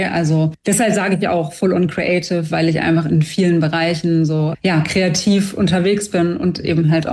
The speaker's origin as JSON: {"language": "German", "region": "Hamburg", "country": "Germany", "tie": "born or raised there", "said": "Na, dann auf jeden Fall Hamburg, ist ja klar. Meine Heimat."}